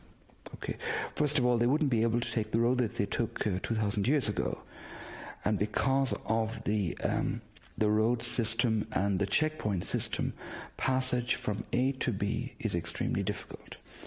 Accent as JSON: {"language": "English", "country": "Ireland", "accent": "Irish", "said": "I'm originally from Ireland, as you can hear by my accent. I'm from the West Coast."}